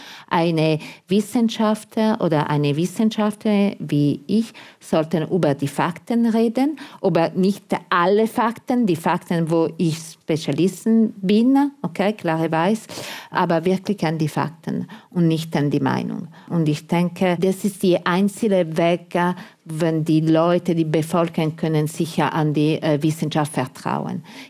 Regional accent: Italy; German is a second language; moved away as an adult; now in Austria; für mich als Italiener

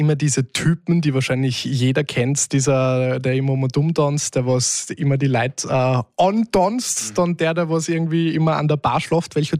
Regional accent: Salzburg, Austria; ich bin ja ursprünglich aus dem Pinzgau.

